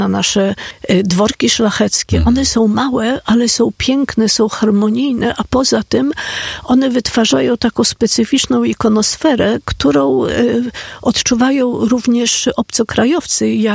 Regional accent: Warsaw, Masovian Voivodeship, Poland; ja się wychowałam w kamienicy na Grochowie

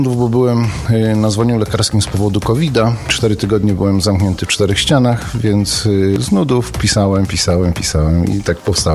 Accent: Szczecinek, West Pomeranian Voivodeship, Poland; also born or lived in Wrocław / Góry Stołowe; No jestem takim typowym pomorskim kundlem, więc urodziłem się we Wrocławiu, wychowywałem się w Szczecinku, później wyjechałem z rodzicami w Góry Stołowe.

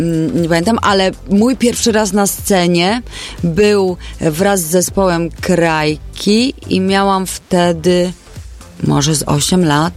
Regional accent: Łódź, Łódź Voivodeship, Poland; Tak, to była gala w Łodzi, więc moje rodzinne miasto.

